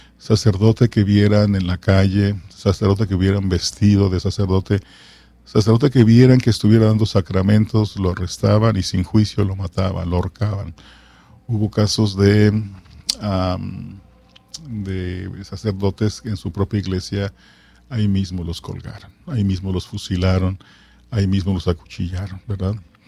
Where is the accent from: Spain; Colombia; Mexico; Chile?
Mexico; Guadalajara, Jalisco; Ahí en Guadalajara, de donde yo soy, el padre Galván, su templo donde fue asesinado afuera del templo